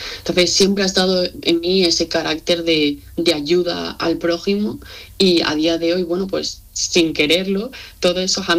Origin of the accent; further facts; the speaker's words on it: Marbella, Andalusia, Spain; Yo soy de Marbella, ciudad a pueblo, depende de cómo se mire, y es pequeño, tiene 150.000 habitantes con respecto a otras ciudades